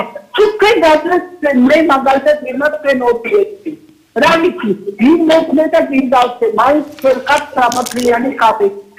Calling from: Borjomi, Samtskhe-Javakheti, Georgia; მე ბორჯომიდან გირეკავ.

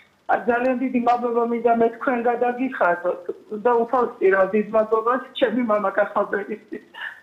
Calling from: Rustavi, Kvemo Kartli, Georgia; მე мама კახაბერის მეუღლე გახლავართ რუსთავიდან.

